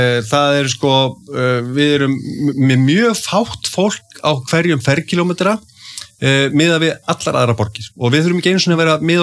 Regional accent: Reykjavík, Capital Region, Iceland; ég er alinn upp í Breiðholtinu. Í hólunum í Breiðholti

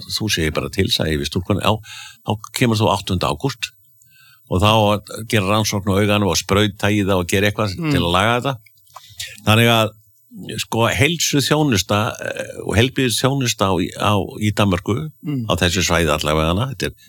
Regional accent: Akureyri, Northeastern Region, Iceland; born or raised there

